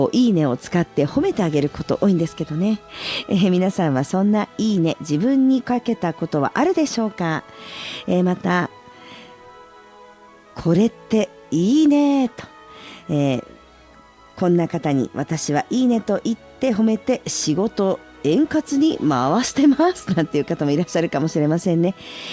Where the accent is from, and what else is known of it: Sapporo, Hokkaido, Japan; born or raised there; moved away